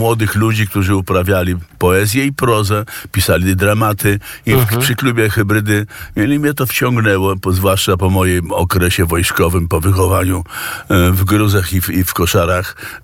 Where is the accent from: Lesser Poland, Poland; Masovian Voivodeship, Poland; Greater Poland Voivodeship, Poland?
Masovian Voivodeship, Poland; Warsaw; Ja się wychowałem w gruzach Warszawy